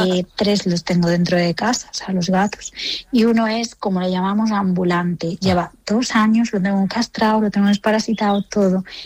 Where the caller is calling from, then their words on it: Galicia, Spain; yo os hablo desde Galicia